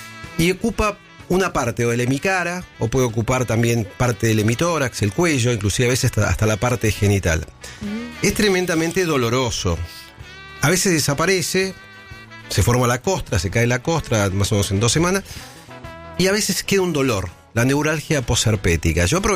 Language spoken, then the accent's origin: Spanish; Argentina; Nosotros, bueno, somos argentinos, estamos siempre preparados para la guerra.